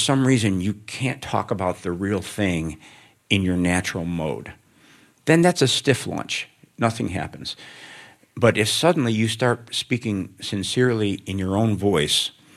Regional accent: Chicago, Illinois, United States; I grew up in Chicago on the South Side and in the late 60s and 70s, and looking back, in that community, one of the ways you expressed love was by sarcasm.

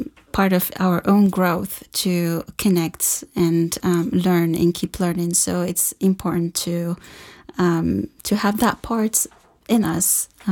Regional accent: Morocco; also born or lived in Fez, Morocco; now in Portland, United States; And I'm originally from the south of Morocco, although I was born in Fez, but my connection to the south was always there.

